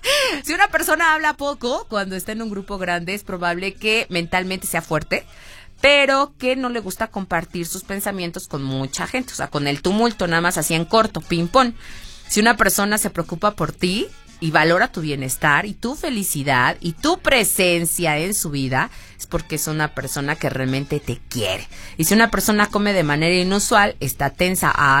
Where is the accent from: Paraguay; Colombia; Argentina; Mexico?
Mexico; Mexico City; born there; Yo soy nacida en la Ciudad de México, pero ¿de dónde soy? No sé, yo soy de todas partes del mundo.